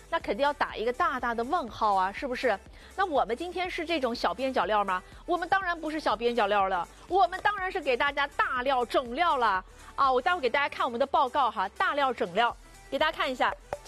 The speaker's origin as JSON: {"language": "Chinese", "region": "Jiangxi", "country": "China", "lives_now": "Shanghai, China", "said": "我昨天刚好跟我几个高中同学，因为我是从江西考到上海来的，读的这个大学。"}